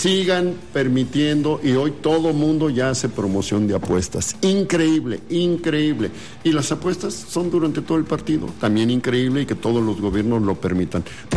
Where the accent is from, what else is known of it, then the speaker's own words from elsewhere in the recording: Mexico; Pero somos mexicanos.